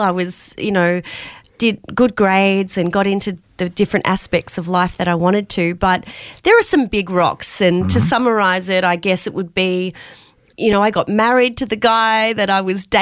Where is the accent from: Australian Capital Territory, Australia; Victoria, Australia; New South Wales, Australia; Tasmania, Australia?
Victoria, Australia; Romsey; also born or lived in Melbourne; And I grew up in Romsey, which is about an hour out of Melbourne mm-hmm. in rural. It was beautiful.